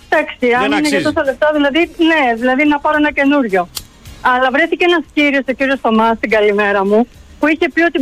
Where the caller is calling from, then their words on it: Athens, Attica, Greece; από Αθήνα, από κέντρο.